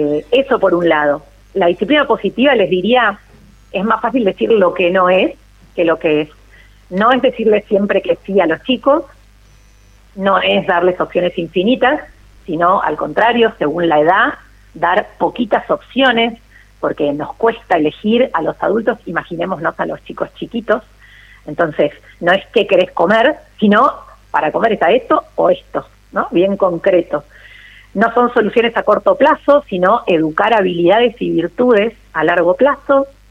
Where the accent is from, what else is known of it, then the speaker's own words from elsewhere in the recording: Buenos Aires, Argentina; yo soy de Capital Federal, de Buenos Aires, vivo acá en el centro con mi marido